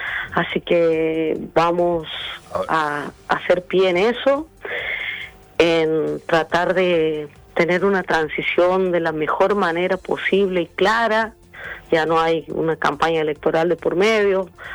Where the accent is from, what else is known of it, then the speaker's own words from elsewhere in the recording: Suncho Corral, Santiago del Estero, Argentina; venimos desde muy abajo, como todas las familias de aquí de Suncho